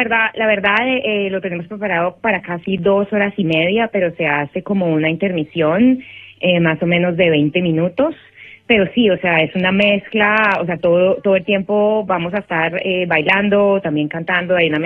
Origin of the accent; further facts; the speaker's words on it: Ibagué, Tolima, Colombia; Hola, pues mira, 100% colombiana. Crecí en Ibagué, Colombia, que de hecho es la capital musical de Colombia.